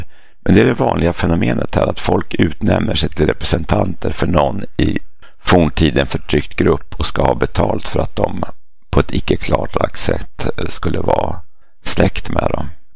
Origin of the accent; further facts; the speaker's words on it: Namibia; det är bara minnen från min uppväxt i Sydvästafrika